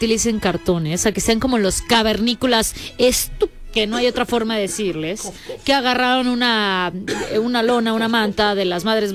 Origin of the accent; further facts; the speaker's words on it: Cancún, Quintana Roo, Mexico; moved away; yo soy de Cancún, soy del sur de México